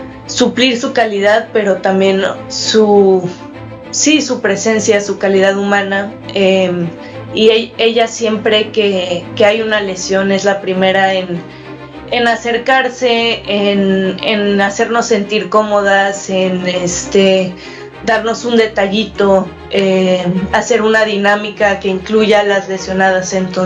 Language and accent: Spanish; Mexico